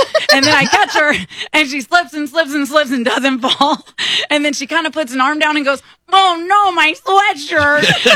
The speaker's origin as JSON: {"language": "English", "region": "Michigan", "country": "United States", "said": "I'm from Michigan. I don't really know what to do."}